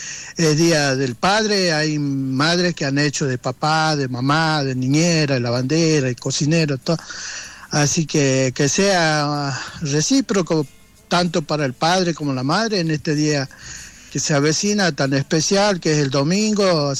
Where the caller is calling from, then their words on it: Salta, Argentina; la verdad que aparentemente está llovinando por todo Salta, che. ¿Sí? Yo ya salí de la Reserva La Pampita